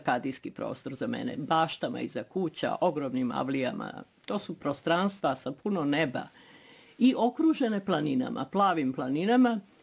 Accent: Belgrade, Serbia; tamo mi smo stanovali na Dorčulu, znači sam jako lepo detinjstvo imali u Beogradu

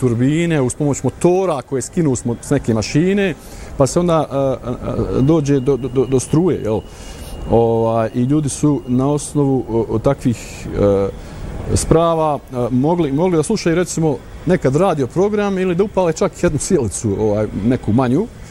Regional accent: Srebrenica, Republika Srpska, Bosnia & Herzegovina; Kod nas u Srebrenicu, znam da je došla jedna ekipa BBC-a 93. ili 4. godine, ja sam baš s njima radio taj dan kao prevodlac.

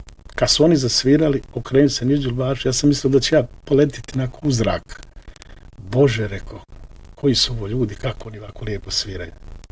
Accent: Odžak, Federation of Bosnia and Herzegovina, Bosnia & Herzegovina; Prvo odakle ste, rekao sam da sam iz Odžaka, iz Posavine.

